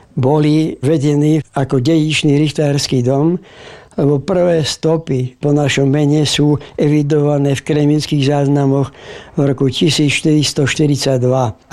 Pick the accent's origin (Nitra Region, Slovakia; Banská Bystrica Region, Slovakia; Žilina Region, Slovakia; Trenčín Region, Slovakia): Banská Bystrica Region, Slovakia; Kunešov; born there; Narodil som sa v Kunešove, je to nemecká obec, 5. marca 1944.